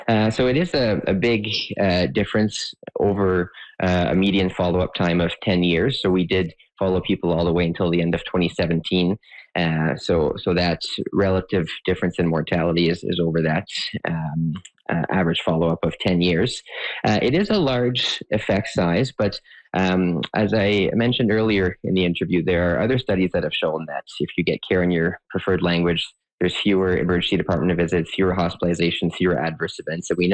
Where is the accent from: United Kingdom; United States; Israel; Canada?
Canada; Ottawa, Ontario; I grew up in Ottawa. I did most of my schooling, including medical school, in French.